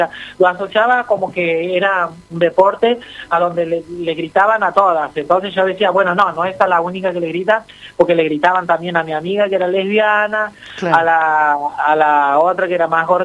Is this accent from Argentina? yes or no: yes; Santiago del Estero, Argentina; now in Buenos Aires, Argentina; Yo soy de Santiago del Estero y Santiago del Estero es una provincia muy tranquila.